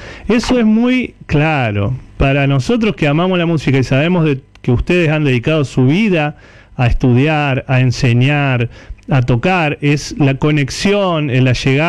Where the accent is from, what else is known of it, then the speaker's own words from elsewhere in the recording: Argentina; lo que somos los argentinos